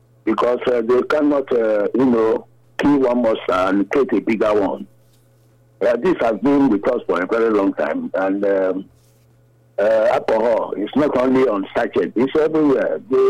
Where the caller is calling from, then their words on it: Nigeria; I'm calling from Mugbesa community.